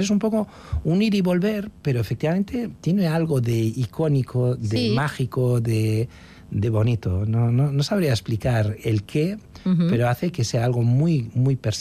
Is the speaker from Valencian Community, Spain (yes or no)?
no; Gijón, Asturias, Spain; moved away as an adult; also born or lived in Milan, Italy / England; now in Paris, France; Yo soy de Gijón, de Asturias. Me fui de Erasmus a Italia. Estuve viviendo en Italia, trabajando en Milán bastante tiempo. Luego estuve en Inglaterra. Luego volví a Milán y luego llegué a París.